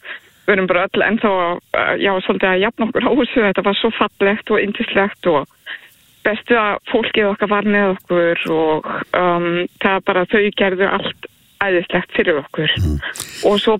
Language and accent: Icelandic; Álftanes, Capital Region, Iceland; Ég er náttúrulega uppalinn á Álftanesinu og ég elska ströndina og bara þar á hverjum degi sem barn